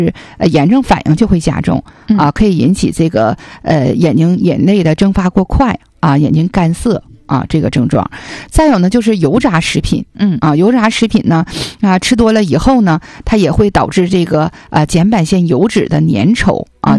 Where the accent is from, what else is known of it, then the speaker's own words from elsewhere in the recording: Northeast China, China; 咱们东北这边还挺愿意吃这个辛辣的食物的